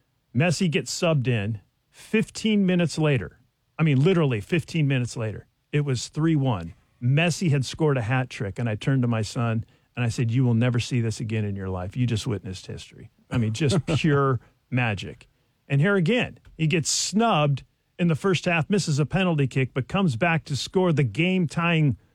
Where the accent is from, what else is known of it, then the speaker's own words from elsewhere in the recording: San Diego, California, United States; Went back to San Diego, my hometown